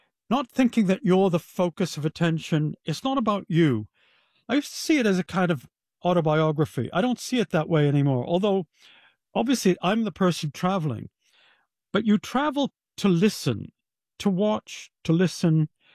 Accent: United States; And every time I said I'm an American, they had something to tell me.

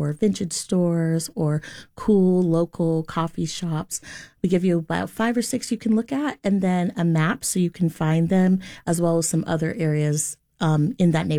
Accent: Tampa, Florida, United States; I'm from Tampa. I'm a Tampa native.

